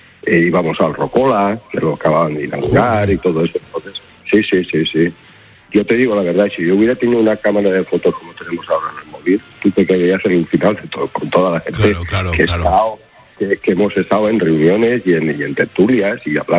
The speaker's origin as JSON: {"language": "Spanish", "town": "Valencia", "region": "Valencian Community", "country": "Spain", "said": "Ella al ser catalana, y yo soy de aquí de Valencia, sí."}